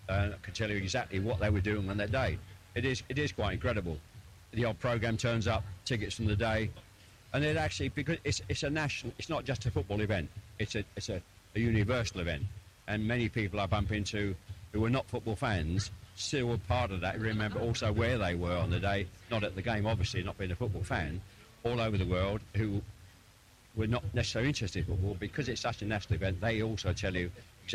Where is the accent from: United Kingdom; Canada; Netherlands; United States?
United Kingdom; Ashton-under-Lyne, North West England; moved away; I'm from Ashton-under-Lyne, obviously playing for West Ham. We moved down south, and most people think I'm from the Essex or London area. But there's not very, very, very few people would remember I was actually born up here.